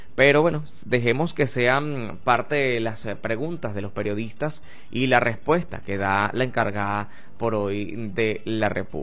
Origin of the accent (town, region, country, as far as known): Venezuela